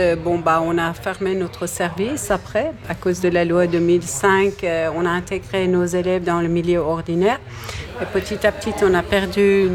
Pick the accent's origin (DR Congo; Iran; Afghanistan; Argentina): Iran; also born or lived in Tehran; now in Besançon, France; Oui, d'origine iranienne.